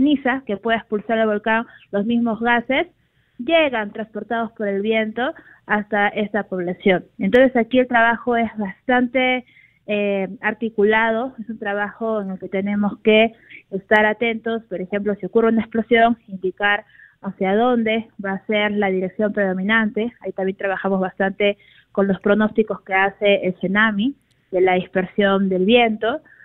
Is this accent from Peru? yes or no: yes; Peru; que es lo más importante como peruanos